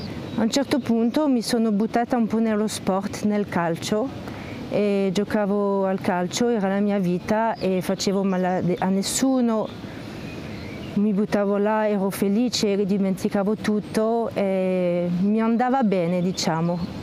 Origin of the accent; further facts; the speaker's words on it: France; Italian is a second language; now in Italy; sono cresciuta in Francia, in una famiglia dove Dio non c'era proprio. C'era di tradizione perché la mia madre è polacca, quindi sono stata battezzata alla comunione